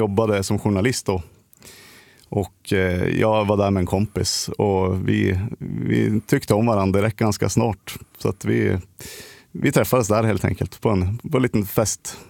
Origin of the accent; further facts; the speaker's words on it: Västernorrland County, Sweden; jag är ju uppväxt alldeles vid Ångermanälven, bara några hundra meter ifrån